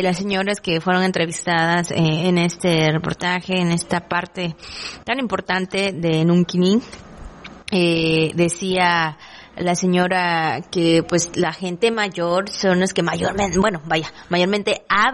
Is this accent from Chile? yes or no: no; Mexico; Todos somos mexicanos